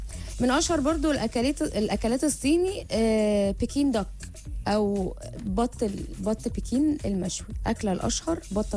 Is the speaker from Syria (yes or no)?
no; Egypt